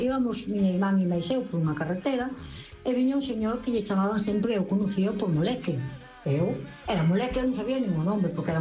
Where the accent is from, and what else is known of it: Pedornes, Galicia, Spain